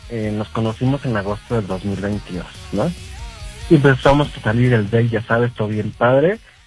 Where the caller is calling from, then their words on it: Mexico City, Mexico; De Ciudad de México, de Parque Lindavista.